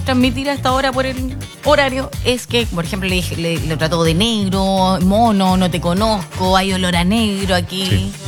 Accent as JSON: {"language": "Spanish", "country": "Chile", "said": "Dejando mal a Chile por allá y con insultos racistas, pues sí, somos chilenos, pues, o sea, no sé."}